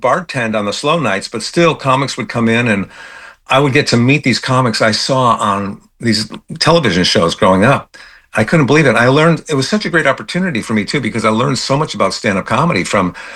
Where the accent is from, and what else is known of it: Bridgeport, Connecticut, United States; born or raised there